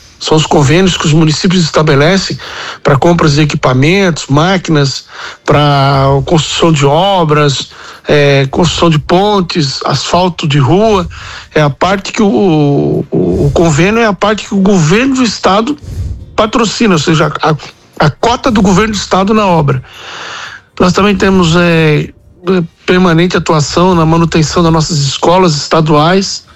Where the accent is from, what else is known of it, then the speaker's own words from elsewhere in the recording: Blumenau, Santa Catarina, Brazil; eu sou de Blumenau